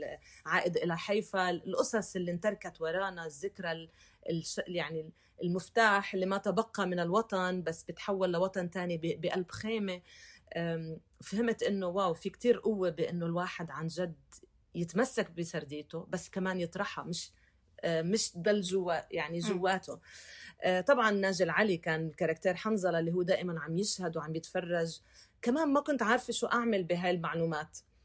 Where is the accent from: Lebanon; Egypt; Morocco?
Lebanon; moved away as an adult; now in Paris, France; طفولتي كفلسطينية بلبنان، مع اختلاف إن كان اللهجة أو الأشياء اللي عم بعيشها غير عن اللي معي بالمدرسة اللبنانيين